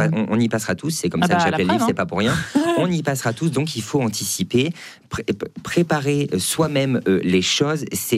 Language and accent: French; Auvergne-Rhône-Alpes, France; Moi, je viens d'Auvergne, c'est très très beau.